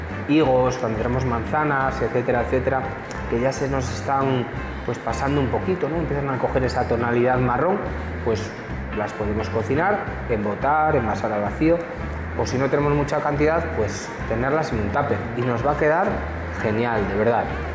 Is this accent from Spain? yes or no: yes; León, Castile and León, Spain; Tiro por mi tierra, León es lo mejor del mundo